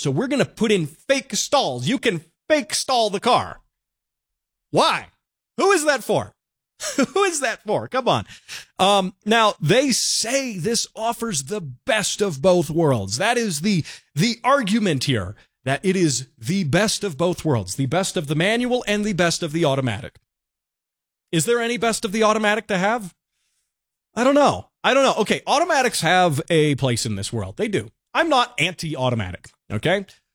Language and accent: English; United States; as an upstanding American citizen